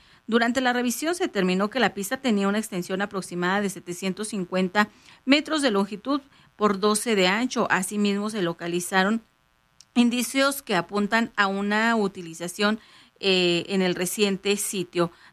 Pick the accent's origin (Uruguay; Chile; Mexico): Mexico; Lo decimos de verdad con mucho orgullo de que somos mexicanos y que nos... A mí en lo personal me encanta ser mexicana.